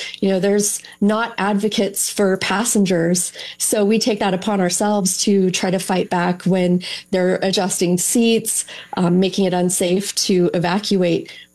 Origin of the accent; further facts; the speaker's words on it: Arizona, United States; I'm from Arizona originally, and I'm based in Phoenix.